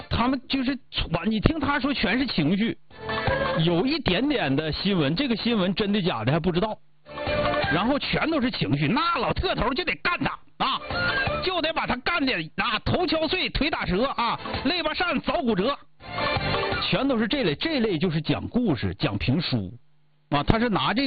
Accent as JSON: {"language": "Chinese", "country": "China"}